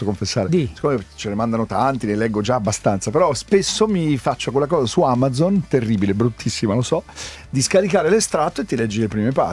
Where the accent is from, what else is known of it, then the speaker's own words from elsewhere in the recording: Campania, Italy; io che sono campano